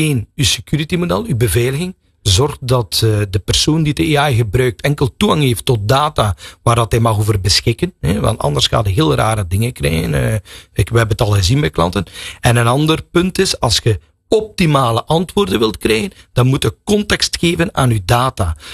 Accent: Belgium; wij als Belgen

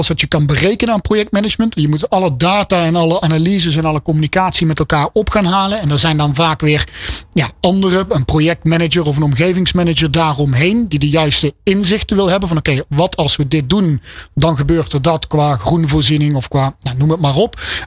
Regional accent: North Brabant, Netherlands; ik kom uit de buurt van Eindhoven, dus Amsterdam zegt mij niet zoveel.

